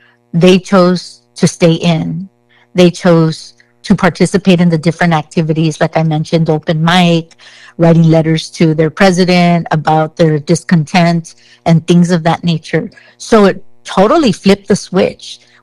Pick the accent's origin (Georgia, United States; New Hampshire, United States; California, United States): California, United States; Los Angeles; moved away; I'm from Los Angeles, so I go back there a lot.